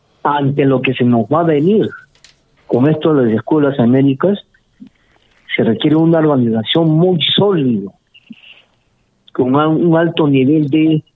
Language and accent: Spanish; Peru; nuestros propios problemas como peruanos, peruanas